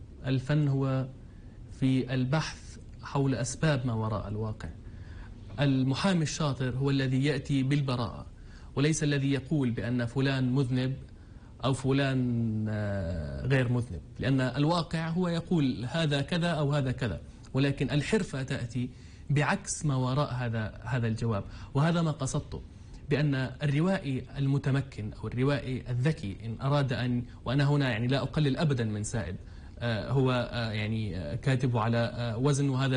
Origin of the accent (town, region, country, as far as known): Palestine